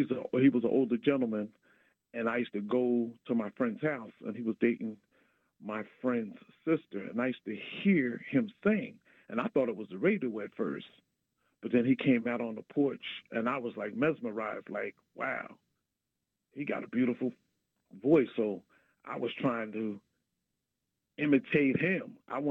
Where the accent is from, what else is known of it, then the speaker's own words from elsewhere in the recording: New Brunswick, New Jersey, United States; now in Edison, United States; I'm from Edison right now. I live in Edison, but I'm originally from New Brunswick, Holland Park area.